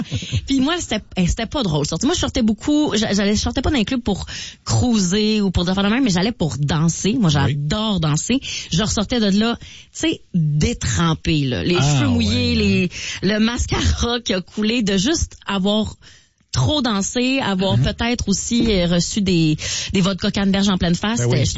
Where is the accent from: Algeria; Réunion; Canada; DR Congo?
Canada; Laval, Quebec; je suis de Laval, vraiment, et j'y vis encore.